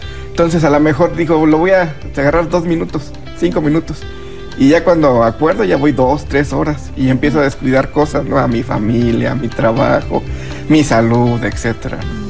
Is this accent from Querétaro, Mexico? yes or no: yes; Pedro Escobedo, Querétaro, Mexico; Yo soy del municipio de Pedro Escobedo.